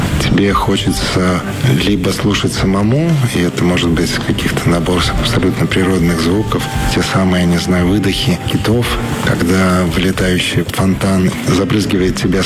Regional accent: Arkhangelsk Oblast, Russia; год назад у себя на родине в Архангельской области. Я взял туда собаку, и мы пошли гулять вдоль озера по тем местам, где когда-то в школе очень много ходили с одноклассниками.

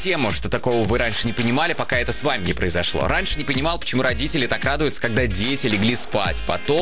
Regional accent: Samara, Samara Oblast, Russia; Всем привет, DFM … я из Самары.

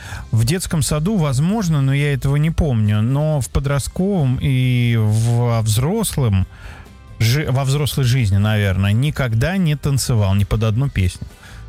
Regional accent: Saint Petersburg, Russia; born there; Живу в Питере уже 45 лет и ни разу не был на фонтанах в Петергофе. Родился в Ленинграде, живу в Питере и не был на фонтанах.

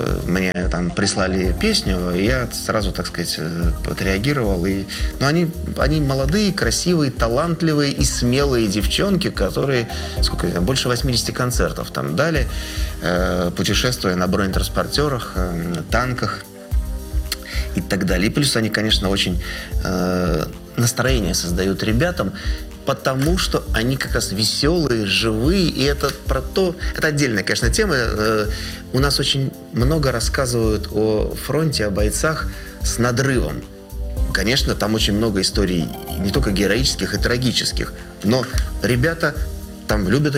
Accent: Saint Petersburg, Russia; Но при этом я коренной ленинградец. Папа у меня ребенок блокадного Ленинграда был, бабушка блокаду пережила.

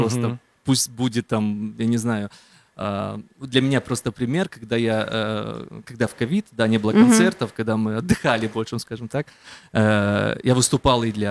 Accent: Transnistria, Moldova; now in Moscow, Russia; Я 4 года назад переехал в Москву из Приднестровья.

